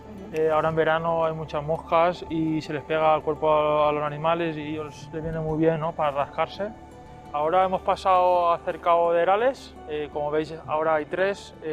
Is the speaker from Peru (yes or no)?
no; Bocairent, Valencian Community, Spain; Nosotros somos de Bocairen, vivimos en Bocairen toda la familia.